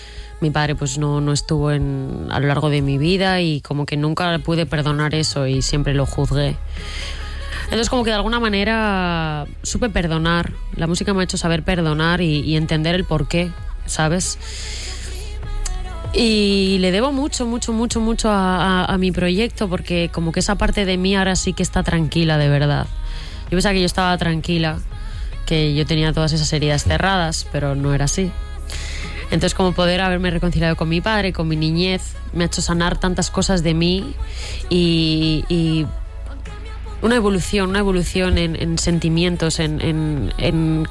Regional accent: Zaragoza, Aragon, Spain; born there; tengo sangre andaluza porque mi abuela materna es de Andalucía y pues luego yo nací en Zaragoza.

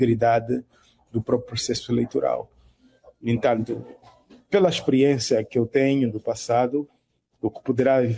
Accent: Angola; eu tenho como cidadão angolano

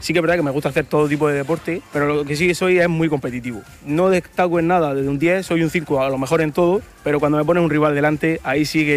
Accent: Blanca, Region of Murcia, Spain; Me considero un enamorado de mi pueblo

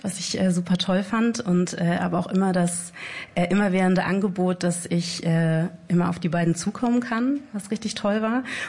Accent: Southern Germany, Germany; moved away; ich komme aus Süddeutschland.

